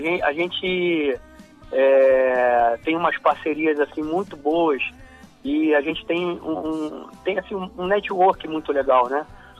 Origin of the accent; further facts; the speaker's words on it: Rio de Janeiro, Brazil; Nós somos do Rio, isso.